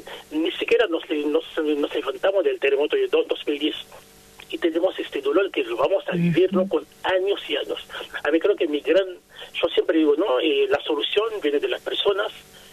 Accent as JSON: {"language": "Spanish", "town": "Port-au-Prince", "region": "Ouest", "country": "Haiti", "tie": "born or raised there", "moved": "yes", "lives_now": "Rosario, Argentina", "said": "Soy de Puerto Príncipe, la capital, ¿no? Ahí se mueve toda la parte económica, política de Haití. La casa, por ejemplo, en este barrio donde nací, donde crecí, mi familia, que gracias, no vive más ahí."}